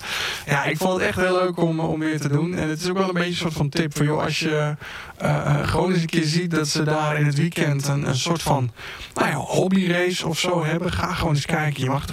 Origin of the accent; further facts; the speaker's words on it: Gelderland, Netherlands; ja, ik kom uit de Achterhoek. En dit volgende bandje is dan ook een beetje een lokaal favoriet.